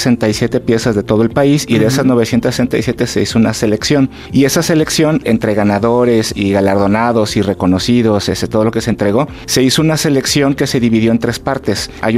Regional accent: Mexico

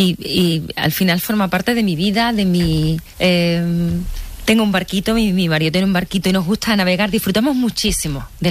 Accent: Seville, Andalusia, Spain; Fíjate que soy de Sevilla, que no tenemos mar

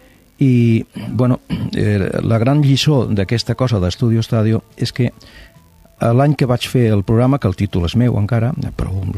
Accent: Barcelona, Catalonia, Spain; born or raised there

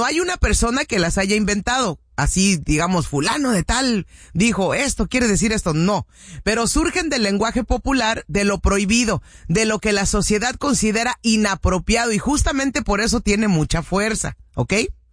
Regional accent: Cuernavaca, Morelos, Mexico; soy de Cuernavaca, Morelos, pues casi, soy chilanguita.

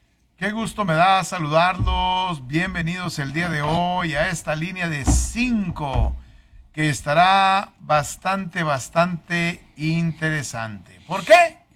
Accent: Argentina; Como argentinos nos saludamos de beso.

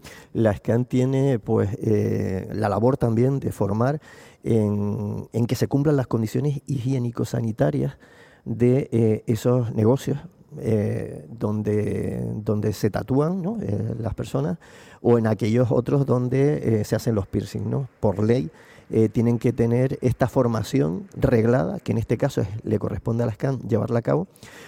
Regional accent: Lanzarote, Canary Islands, Spain; yo soy de Lanzarote

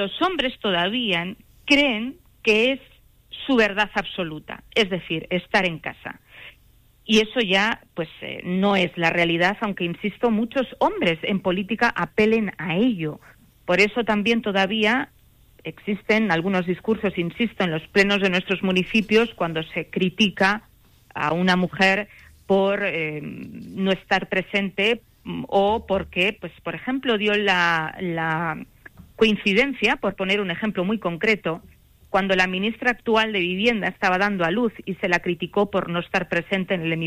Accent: Andalusia, Spain; now in Madrid, Spain; Pero actualmente, como yo digo, soy una manchega cordobesa errante y actualmente vivo en Madrid.

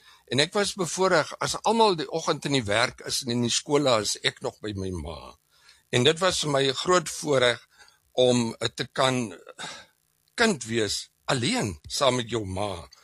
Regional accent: Western Cape, South Africa; Weet jy, ek het my eerste 10 jaar het ek op in die Boland groot geword, waar ons gewoon het in op 'n plaas Wysesdrift langs die bekende Breerivier in die omgewing van Goudini Bad, Goudini Spa

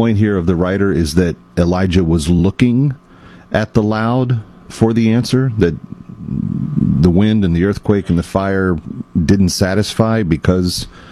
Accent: Texas, United States; It was a good old butt whooping, as we said, growing up in Texas.

